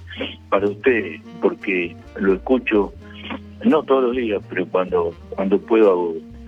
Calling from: Tres de Febrero, Buenos Aires Province, Argentina; Soy de 3 de febrero, acá al ladito de General Paz.

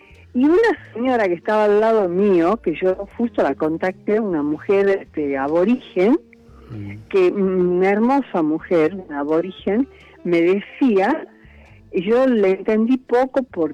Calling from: Salta, Argentina; hablo de la ciudad de Salta.

